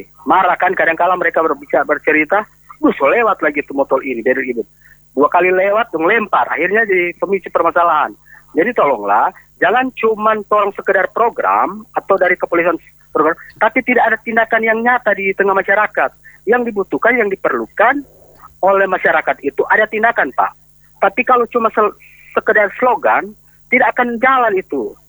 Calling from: North Sulawesi, Indonesia; saya juga orang Minahasa Selatan

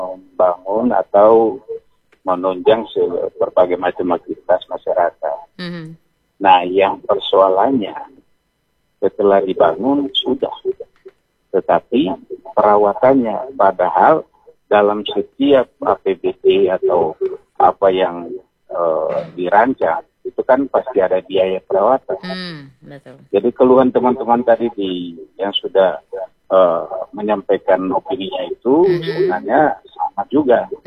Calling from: Bitung, North Sulawesi, Indonesia; Saya di Bitung.

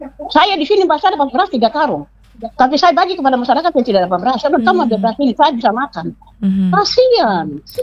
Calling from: Papua, Indonesia; khusus kita orang Papua ini?

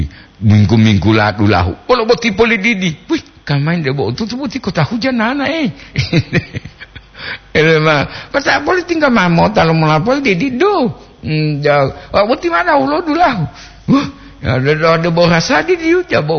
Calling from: Bongo, Gorontalo, Indonesia; Saya dari Bongo Batu Da'a Pantai.

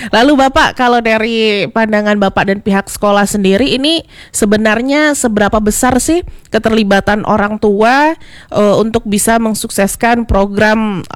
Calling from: Pontianak, West Kalimantan, Indonesia; Rumah kami kebetulan berdekatan dengan kawasan SDN 07. Sebagai warga Pontianak Utara, kami sangat mendukung program kurikulum anti narkoba ini.

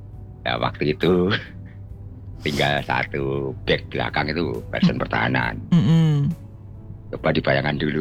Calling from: Karanganyar, Central Java, Indonesia

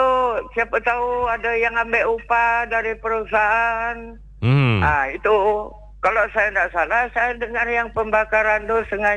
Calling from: Kubu Raya, West Kalimantan, Indonesia; Ini kalau di Kubur Raya lah kan, di daerah saya ni

